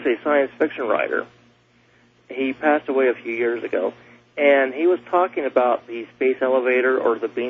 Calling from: Nebraska, United States; calling from Nebraska.

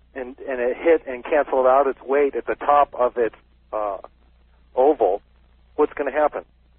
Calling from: Las Vegas, Nevada, United States; And remember … from Vegas.

